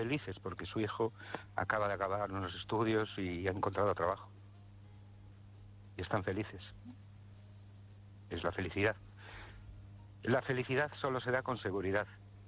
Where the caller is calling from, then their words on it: Ourense, Galicia, Spain; Buenas noches, Estéreo Ente … de Orense.